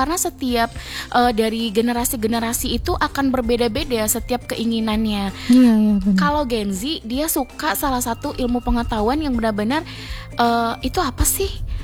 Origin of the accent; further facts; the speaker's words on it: Padang, West Sumatra, Indonesia; Iya, saya asli Padang. Asli orang Minang.